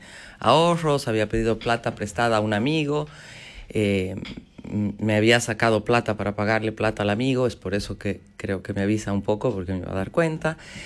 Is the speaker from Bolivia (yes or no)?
yes; Bolivia; now in Argentina; Yo hablo como soy boliviana, hablo como boliviana, pero vivo hace 29 años aquí, entonces me siento argentina.